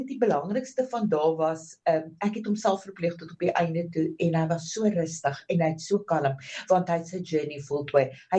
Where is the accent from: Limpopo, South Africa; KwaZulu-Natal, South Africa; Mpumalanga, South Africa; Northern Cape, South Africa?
Mpumalanga, South Africa; Ermelo; Ek kom uit die AGS kerk uit en daar uit Mpumalanga Ermelo.